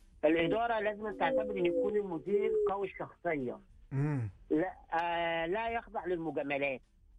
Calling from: Egypt

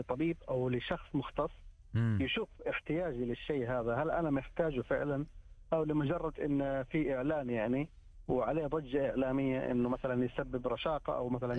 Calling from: Jeddah, Makkah Province, Saudi Arabia; أنا من جدة.

